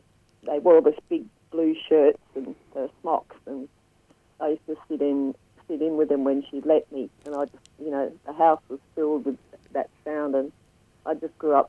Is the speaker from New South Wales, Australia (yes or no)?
yes; Blue Mountains, New South Wales, Australia; also born or lived in Tasmania; I come from the Blue Mountains originally in Tasmania before